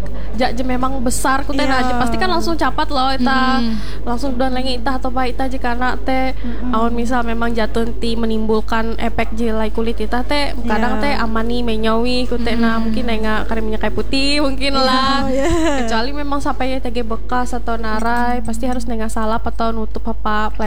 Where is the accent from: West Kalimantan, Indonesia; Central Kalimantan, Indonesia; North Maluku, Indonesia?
Central Kalimantan, Indonesia; kita warga Kalimantan tuh misalnya ternyata daerah hete kemarau